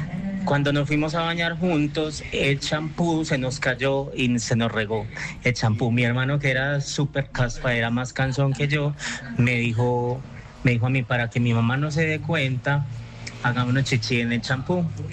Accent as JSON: {"language": "Spanish", "town": "Medellín", "region": "Antioquia", "country": "Colombia"}